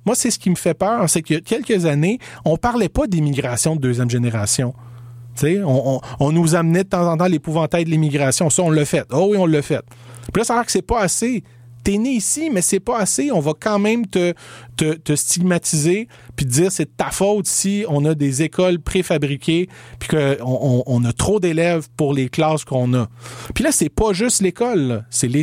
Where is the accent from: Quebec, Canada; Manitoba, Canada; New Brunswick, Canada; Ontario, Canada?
Quebec, Canada; born there; Moi, je suis né ici au Québec.